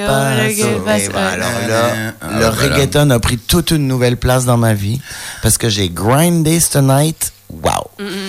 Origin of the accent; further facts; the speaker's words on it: Montreal, Quebec, Canada; moved away as an adult; now in Lille, France; je me sens chez moi à Montréal ou au Québec et je me sens chez moi à Lille. Je me sens pas chez moi partout en France. Je m'identifie pas du tout à la France.